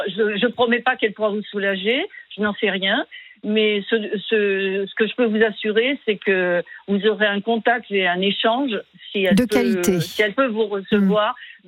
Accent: Sarlat, Nouvelle-Aquitaine, France; voilà, moi je suis de Sarlat, ouais.

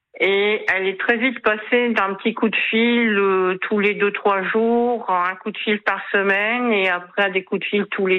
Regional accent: Hauts-de-France, France; Bon, nous sommes originaires des Hauts-de-France.

